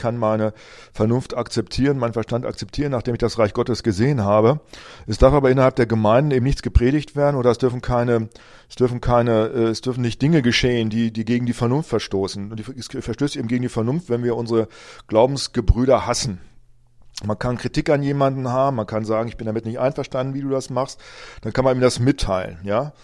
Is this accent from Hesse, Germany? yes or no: no; Rinteln, Lower Saxony, Germany; ich hoffe dann auch in meiner alten Heimatgemeinde in Rinteln, dass dort die Türen aufgehen und ich reden kann und dass Leute zuhören.